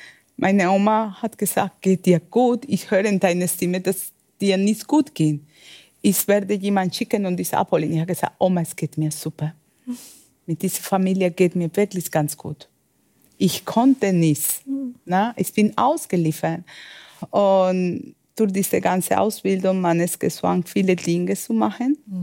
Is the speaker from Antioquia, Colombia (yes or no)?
yes; Medellín, Antioquia, Colombia; German is a second language; Ich komme aus Medellin. In den 90er war bei uns so viel mit dem Kartell, mit den Drogen.